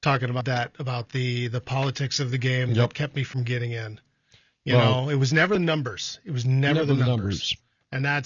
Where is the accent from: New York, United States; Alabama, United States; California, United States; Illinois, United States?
California, United States; Los Angeles; I grew up in California.